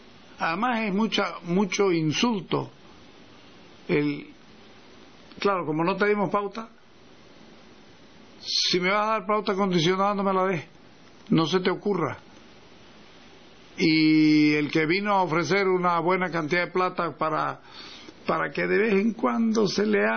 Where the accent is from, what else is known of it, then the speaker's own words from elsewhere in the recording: Bolivia; born there; No, yo soy de aquí. Aquí nací, aquí me voy a morir. O sea, yo no vengo ni de Marte, ni de Venus, ni de ningún lado. Vengo de aquí. Y soy de aquí, y pretendo seguir aquí.